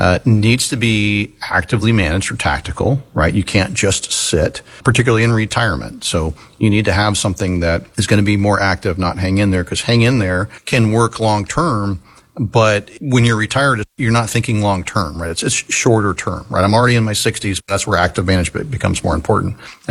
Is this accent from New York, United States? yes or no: no; Florida, United States; Yeah, I was born and raised in Florida.